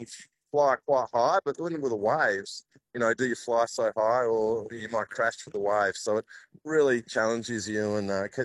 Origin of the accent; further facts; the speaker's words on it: Fremantle, Western Australia, Australia; I grew up racing here in Fremantle and, on the Swan River. And, we're so lucky in Perth and Fremantle, the conditions we have.